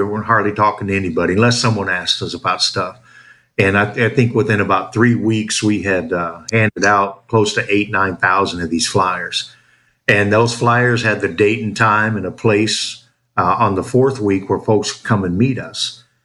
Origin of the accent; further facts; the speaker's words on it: United States; moved away as an adult; also born or lived in Campeche; now in Mexico; "Well, we're from Washington."